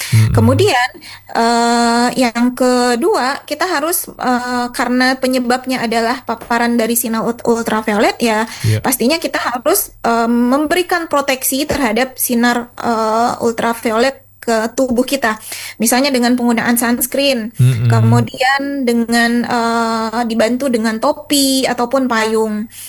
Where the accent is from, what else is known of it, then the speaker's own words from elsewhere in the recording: Indonesia; kita orang Asia, terutama Indonesia